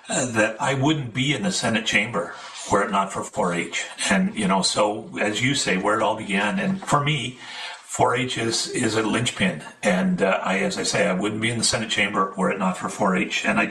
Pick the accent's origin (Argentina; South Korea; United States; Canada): Canada; Fergus, Ontario; I grew up just outside of Fergus, Ontario, and grew up on a farm. We had a mixed farming operation.